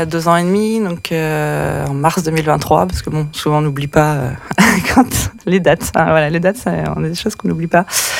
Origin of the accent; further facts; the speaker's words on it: Tours, Centre-Val de Loire, France; also born or lived in Drôme